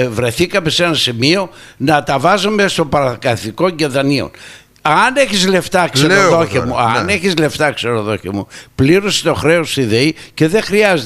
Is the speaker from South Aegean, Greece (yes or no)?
yes; Rhodes, South Aegean, Greece; Σαν Ροδίτης, ναι, καμαρώνω που έχουμε μία περιφέρεια που πραγματικά έχει αποδείξει ότι έχει κάνει έργο στο νησί